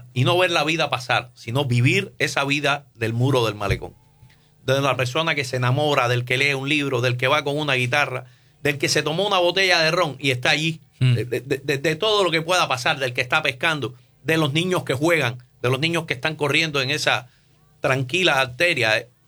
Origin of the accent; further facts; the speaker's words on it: Cuba; Que somos los cubanos.